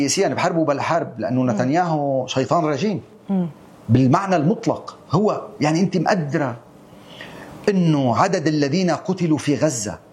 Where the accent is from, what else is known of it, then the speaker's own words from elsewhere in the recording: Lebanon; نحن كلبنانيين